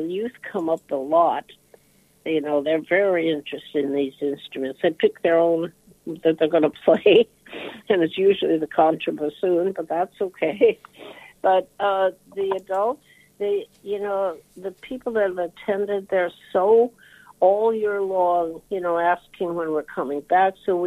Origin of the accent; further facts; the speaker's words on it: Minot, North Dakota, United States; born there; moved away; I'm originally centuries ago from North Dakota. So I was born here in Minot.